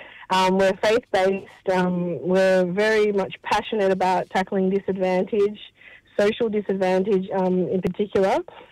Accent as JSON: {"language": "English", "town": "Melbourne", "region": "Victoria", "country": "Australia", "tie": "born or raised there", "moved": "as an adult", "lives_now": "Canberra, Australia", "said": "I grew up in Melbourne, exactly. So I come here at a young age, and I've been I was in Melbourne for a good part of the first part of my life, actually, till the age of about 25, and then I moved to Canberra."}